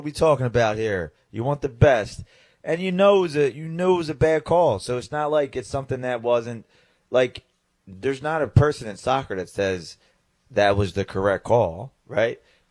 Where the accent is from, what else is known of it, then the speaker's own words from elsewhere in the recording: Philadelphia, Pennsylvania, United States; where I grew up in Fishtown, it was a big movement, and there were so many, like we talked about earlier, there were just so many community and local teams.